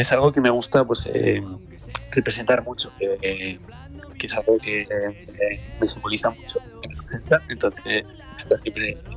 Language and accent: Spanish; Cantabria, Spain; beber de las raíces de donde somos, de ahí de Cantabria.